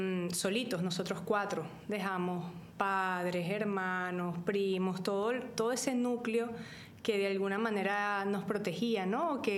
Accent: Barquisimeto, Lara, Venezuela; vengo de una familia católica, mamá y papá. Y dos hermanas, somos tres en total, somos venezolanos de la ciudad de Barquisimeto.

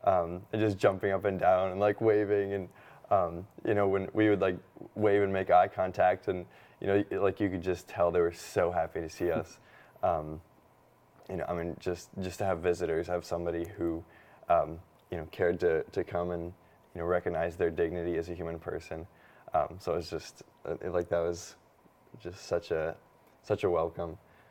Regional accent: Indianapolis, Indiana, United States; I'm a junior at Ave Maria as well. And I'm from Indianapolis, Indiana.

